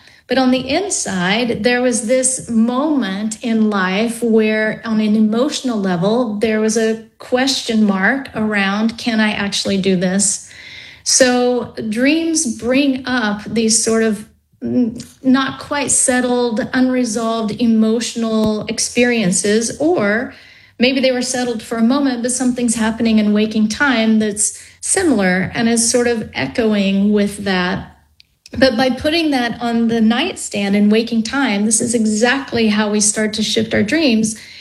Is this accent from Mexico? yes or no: no; Texas, United States; I grew up in Texas